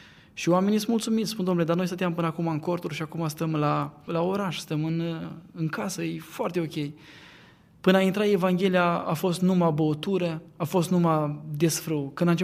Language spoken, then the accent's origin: Romanian; Romania; eu îl slăvesc pe Domnul că sunt român.